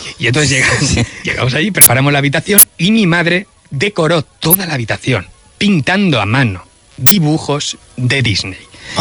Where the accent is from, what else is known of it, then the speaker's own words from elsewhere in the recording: Barcelona, Catalonia, Spain; nace en Barcelona.